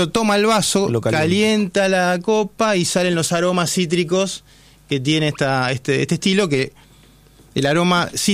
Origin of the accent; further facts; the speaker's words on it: Quilmes, Buenos Aires Province, Argentina; Es la ciudad de la cerveza. Ahí estoy, hincha argentino de Quilmes, ¿eh?